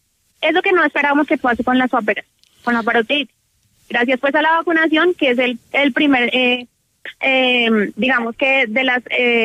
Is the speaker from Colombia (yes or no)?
yes; Colombia; Lo que pasa es que nosotros como colombianos